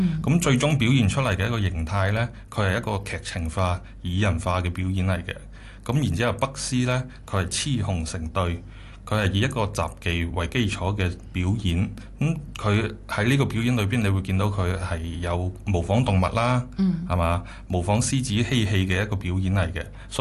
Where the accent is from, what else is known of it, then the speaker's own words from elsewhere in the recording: China; 非常之符合我哋中國人一貫嘅傳統文化內核。